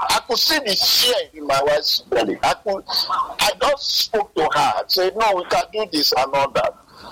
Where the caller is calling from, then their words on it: Lagos, Nigeria; from Satellite Town.